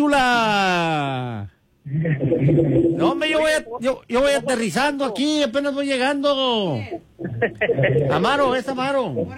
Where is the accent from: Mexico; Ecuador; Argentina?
Mexico; Acuérdate que cuando soy mexicano